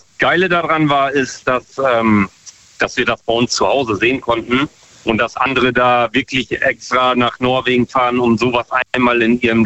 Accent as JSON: {"language": "German", "region": "Lower Saxony", "country": "Germany", "said": "Und dann haben wir das gegoogelt und dann waren das halt Polarlichter, die man bei uns in Ostfriesland sehen konnte."}